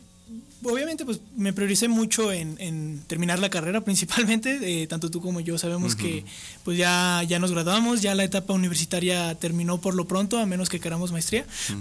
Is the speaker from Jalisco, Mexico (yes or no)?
no; Fresnillo, Zacatecas, Mexico; moved away as an adult; yo soy de Fresnillo, Zacatecas, entonces soy foráneo